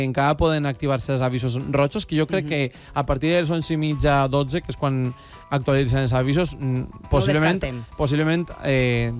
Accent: Casas Bajas, Valencian Community, Spain; en el meu poble, de fet, en Casas Bajas

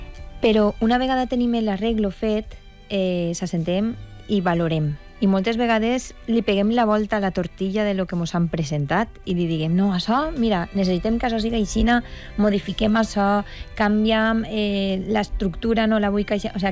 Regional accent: Mislata, Valencian Community, Spain

